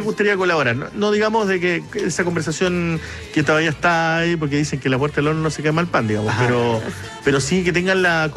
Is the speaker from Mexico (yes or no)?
no; Chile; como que salir, como que da como, no, si yo soy chileno.